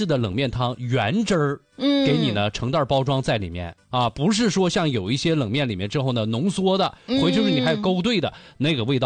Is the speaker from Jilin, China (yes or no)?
yes; Dunhua, Jilin, China; moved away; 延边地区敦化市我家乡。